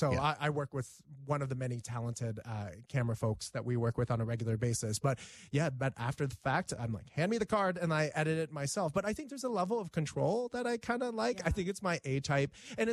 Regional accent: Canada; born there; I was born in Canada. My parents were Vietnamese refugees. And for me, as someone who was born in Canada, it's an opportunity for me to reconnect with my Asian roots.

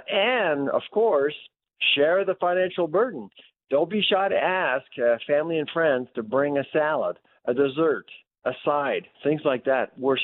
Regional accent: Halifax, Nova Scotia, Canada; Of course, I'm from Halifax, so obviously very few people will celebrate Thanksgiving if you eat lobster

